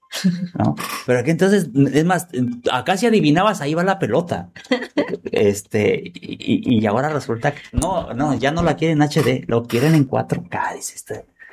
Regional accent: Zamora, Michoacán, Mexico; Porque la señal de televisión era en mi pueblo, en el rancho allá, orgullosamente de Zamora Ventura.

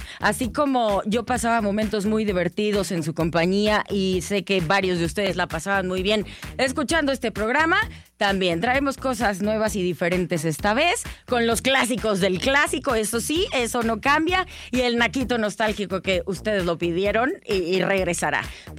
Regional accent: Guadalajara, Jalisco, Mexico; el público hermoso de mi tierra, Guadalajara, Jalisco

